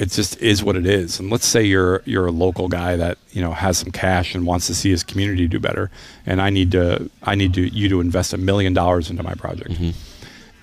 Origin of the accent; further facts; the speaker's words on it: Troy, New York, United States; so I grew up in Troy, and you know, the idea that people were going to build a couple hundred apartments a year in Troy was ludicrous, right?